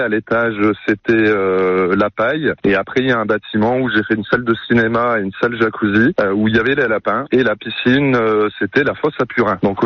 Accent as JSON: {"language": "French", "town": "Anizy-le-Grand", "region": "Hauts-de-France", "country": "France", "tie": "born or raised there", "said": "Moi j'ai grandi à Anisy Le Grand, donc j'ai rénové ce corps de ferme à 3 km d'Anisy-le-Grand"}